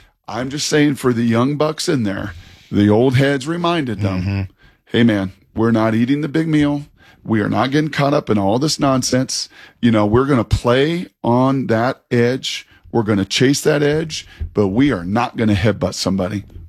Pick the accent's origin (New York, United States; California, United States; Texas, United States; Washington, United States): Washington, United States; Seattle; when I got drafted to Seattle, my hometown team